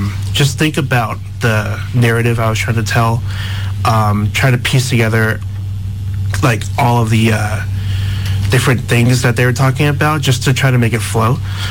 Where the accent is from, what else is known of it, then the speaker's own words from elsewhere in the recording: Fishkill, New York, United States; So I'm actually also from New York. I'm from Fishkill.